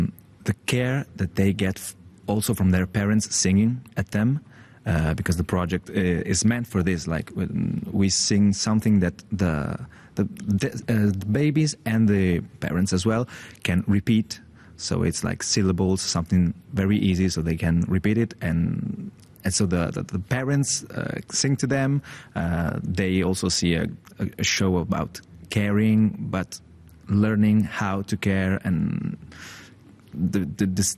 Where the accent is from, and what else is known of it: Italy